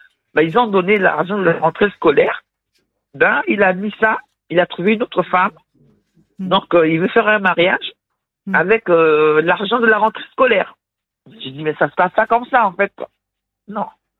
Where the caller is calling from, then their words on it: Nouvelle-Aquitaine, France; Quand je leur dis que je suis en Gironde